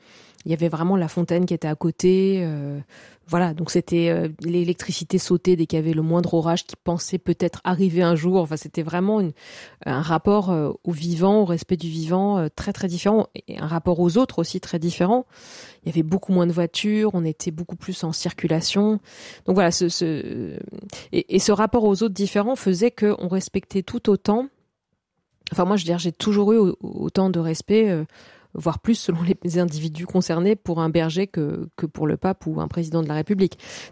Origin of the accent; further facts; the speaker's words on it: Bastia, Corsica, France; born there; Donc moi, je suis née à Bastia et j'ai passé pas mal de temps aussi en Castagniccia, donc c'est en moyenne montagne